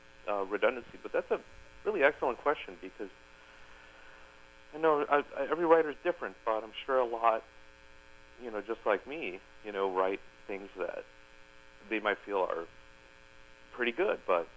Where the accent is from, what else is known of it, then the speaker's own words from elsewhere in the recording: Minnesota, United States; I'm from Minnesota. I grew up listening to Prairie Home Companion, still listen to it from time to time.